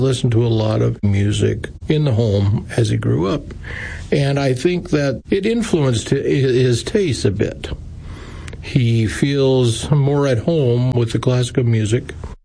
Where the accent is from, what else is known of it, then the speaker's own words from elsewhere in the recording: Lincoln, Nebraska, United States; I'm from Lincoln, Nebraska.